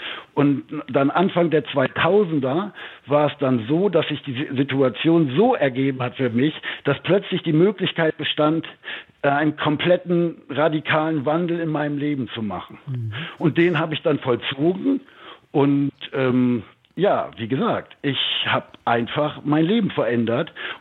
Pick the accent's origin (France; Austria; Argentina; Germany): Germany; Düsseldorf, North Rhine-Westphalia; moved away as an adult; now in Putlitz, Germany; ich bin in Düsseldorf aufgewachsen. Mein Vater hat in Unterrath eine Spedition gehabt